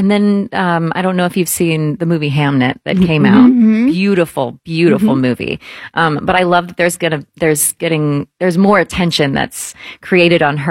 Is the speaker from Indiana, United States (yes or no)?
no; Iowa, United States; moved away; Originally, Iowa. So I'm a fellow Midwesterner.